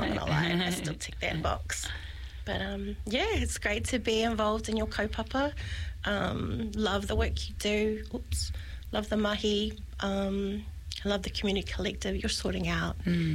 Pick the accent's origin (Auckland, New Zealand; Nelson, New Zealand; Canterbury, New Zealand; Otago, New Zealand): Canterbury, New Zealand; Burnham; now in Hawke's Bay, New Zealand; I'm an army brat, born and raised in Burnham Army Camp. Didn't grow up Māori.